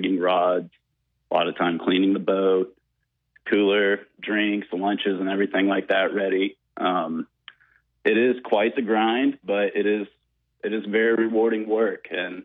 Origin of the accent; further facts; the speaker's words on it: Fayetteville, Arkansas, United States; I grew up in Fayetteville, so not far from here.